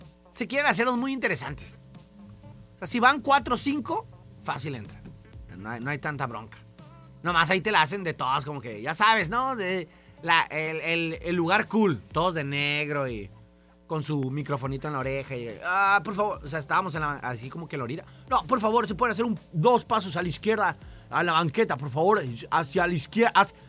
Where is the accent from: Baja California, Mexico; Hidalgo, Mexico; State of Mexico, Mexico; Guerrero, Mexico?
Baja California, Mexico; Mexicali; Como mexicalense hasta lo presumimos. No, temblores en mi tierra, en Mexicali.